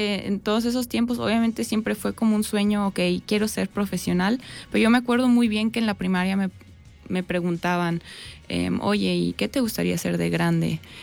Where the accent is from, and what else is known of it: Germany; born or raised there